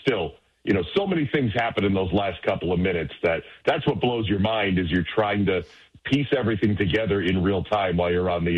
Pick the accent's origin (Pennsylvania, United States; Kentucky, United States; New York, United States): New York, United States; I'm a guy from the Northeast who grew up in upstate New York